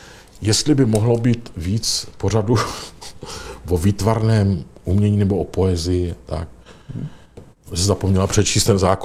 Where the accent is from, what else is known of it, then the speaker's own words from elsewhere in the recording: Tišnov, South Moravian Region, Czechia; born there; also born or lived in Brno; já jsem se narodil v Brně. Tam mě pak přivezli.